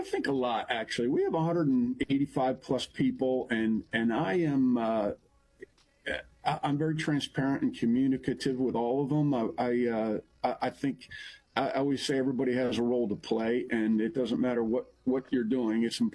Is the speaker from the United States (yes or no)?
yes; Ithaca, New York, United States; I was born in Ithaca, New York. I am one of six. I'm a twin, but still the youngest of all.